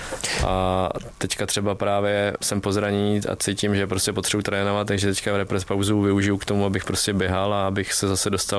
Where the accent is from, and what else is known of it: Vysočina Region, Czechia